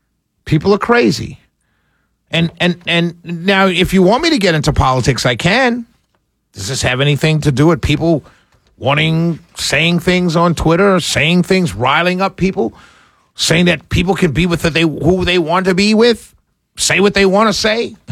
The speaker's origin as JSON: {"language": "English", "region": "New York", "country": "United States", "tie": "born or raised there", "said": "And so if I grew up in Harlem, New York."}